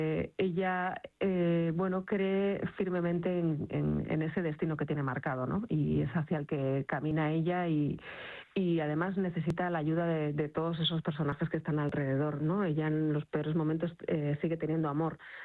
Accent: Falces, Pamplona, Navarre, Spain; Porque es terreno conocido, es mi tierra, es la tierra de mis padres

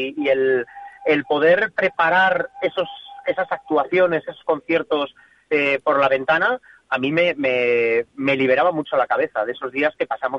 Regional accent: Santurtzi, Basque Country, Spain; Soy de Santurce

